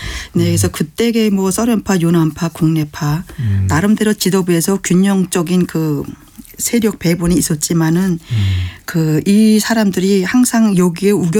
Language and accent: Korean; North Korea; moved away